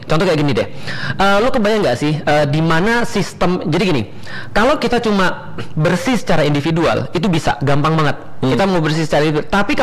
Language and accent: Indonesian; Palembang, South Sumatra, Indonesia; moved away; Nah, di Palembang dulu tempat aku gede